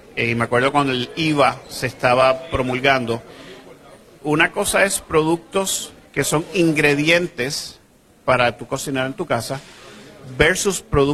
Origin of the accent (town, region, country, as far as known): Puerto Rico